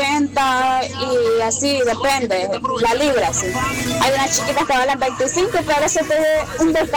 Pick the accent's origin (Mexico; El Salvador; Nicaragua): Nicaragua; Juigalpa, Chontales; Yo soy de Huigalpa